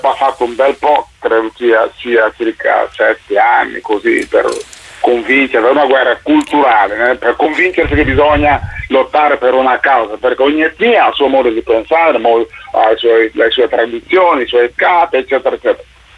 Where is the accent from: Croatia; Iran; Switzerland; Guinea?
Guinea; Dal del mio paese, sì, in Guinea, diciamo, quindi penso, sono quasi una apolide